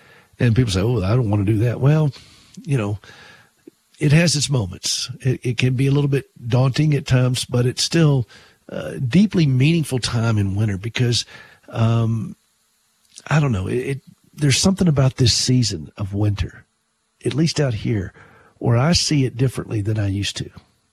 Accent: the South, United States; it's a different kind of snow than what I grew up back in the South with, you know, which was ice and so forth.

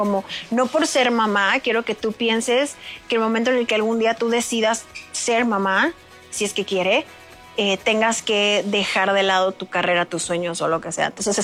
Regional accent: Culiacán, Sinaloa, Mexico; Yo soy de Culiacán.

